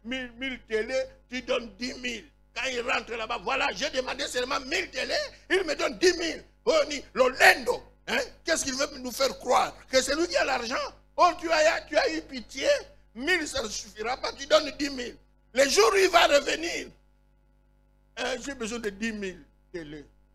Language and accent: French; Kinshasa, DR Congo; Aujourd'hui, chez nous, à Kinshasa, moi je suis de Kinshasa